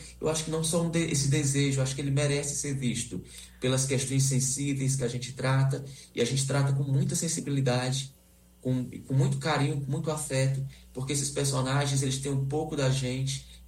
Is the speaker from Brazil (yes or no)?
yes; Russas, Ceará, Brazil; born there; Jaguaribara, que é uma cidade próxima da cidade onde eu nasci, que eu sou de Russas, assim como Alan.